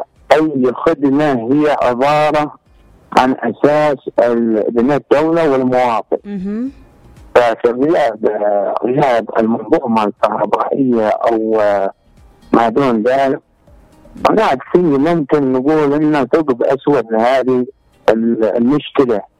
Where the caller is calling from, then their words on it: Hadramaut, Yemen; من حضرموت.